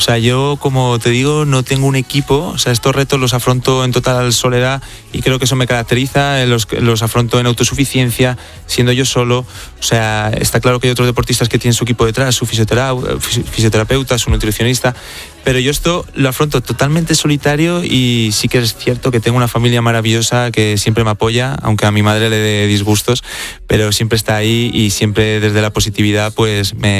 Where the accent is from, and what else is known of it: Teruel, Aragon, Spain